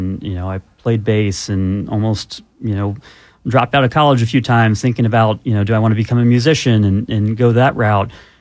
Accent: Indiana, United States; I got lucky and landed a job as a medical assistant in a local ENT's office in my hometown in Indiana.

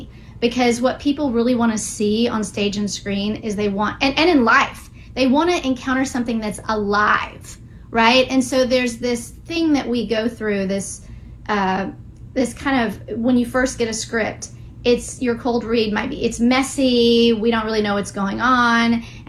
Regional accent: Houston, Texas, United States; moved away; also born or lived in New York City / London; I'm from Houston, Texas, and I used to grow up and people would say, oh, this is just a giant city that's an overgrown cow town. Like, it's a lot of little villages. And then I moved to New York City

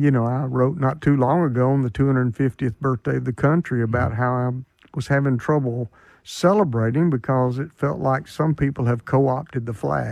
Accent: Griffin, Georgia, United States; born or raised there; moved away

